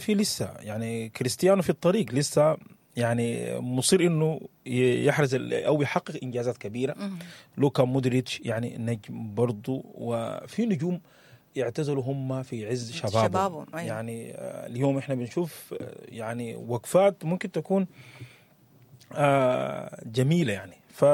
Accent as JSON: {"language": "Arabic", "country": "Sudan"}